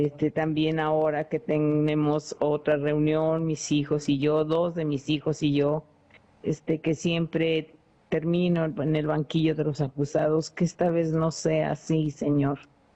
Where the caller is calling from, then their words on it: Guadalajara, Jalisco, Mexico; de Guadalajara.